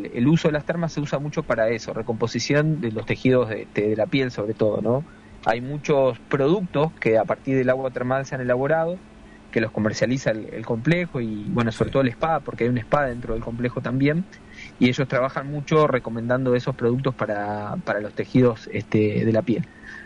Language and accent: Spanish; Argentina; Somos argentinos, después de la pandemia, ¿no?